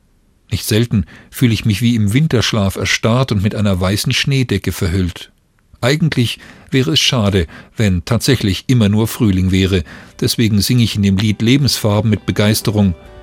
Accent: Germany; wie sehr ich als Deutscher doch den Jahreskreislauf der Natur in meinen heimatlichen Breitengraden schätze und liebe.

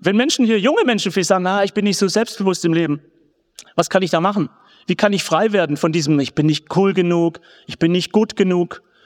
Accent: Gaildorf, Baden-Württemberg, Germany; Meine Mutter Religionsunterricht in Geildorf, wo ich herkomme, im Schwabenland.

